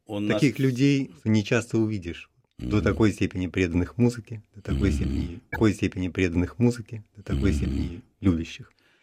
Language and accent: Russian; Tambov, Tambov Oblast, Russia; born there; Я родился в Тамбове.